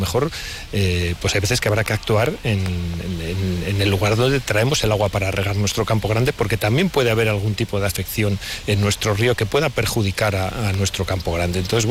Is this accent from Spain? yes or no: yes; Valladolid, Castile and León, Spain; para nosotros como vallisoletanos